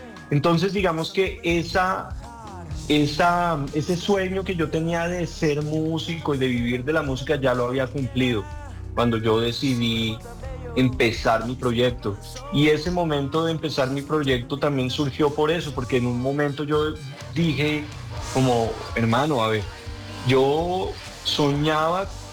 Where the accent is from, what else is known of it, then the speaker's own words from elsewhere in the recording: Mexico; born there; also born or lived in Colombia; tanto mi hermano como yo somos nacidos aquí en México, somos mitad mexicanos, mitad colombianos.